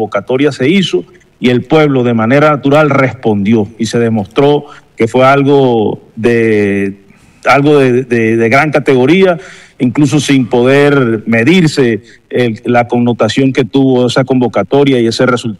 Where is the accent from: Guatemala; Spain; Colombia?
Colombia; todos somos sanjuaneros, todos somos colombianos